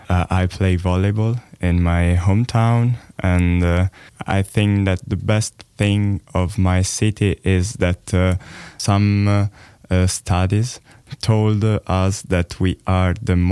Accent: Reggio Emilia, Emilia-Romagna, Italy; now in Leipzig, Germany; sono qui a Lipsia da 3 settimane e vengo da Reggio Emilia e sono qui per un tirocinio con il progetto Erasmus. Reggio Emilia si trova vicino a Bologna ed è una piccola città

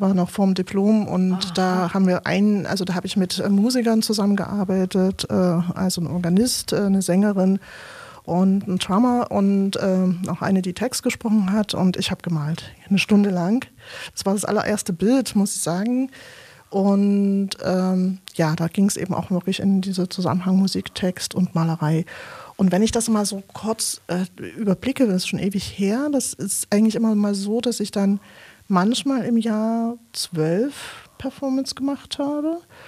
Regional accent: Leipzig, Saxony, Germany; Ich bin Leipzigerin. Ich bin hier in der Nähe aufgewachsen, wo Radio Blausch ist. Ich habe einen extremen Lokalpatriotismus, pipapo. Jedenfalls bin ich in Leipzig groß geworden.

